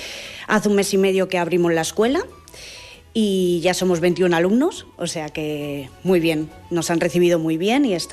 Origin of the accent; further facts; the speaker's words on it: Mallorca, Balearic Islands, Spain; moved away as an adult; now in Boborás, Spain; soy de Mallorca y vinimos hace un año y medio aquí a vivir a Boborás.